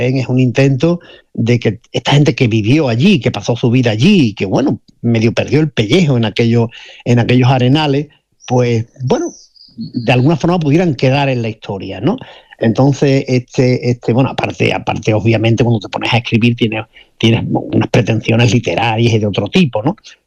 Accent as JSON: {"language": "Spanish", "town": "Almonte", "region": "Andalusia", "country": "Spain", "tie": "born or raised there", "said": "Yo soy de Almonte, nací en Almonte, he vivido prácticamente toda mi vida en Almonte, exceptuando los años que he estado fuera estudiando y demás, ¿no? Bueno, y trabajando también muchos años fuera, pero que fundamentalmente he vivido en Almonte"}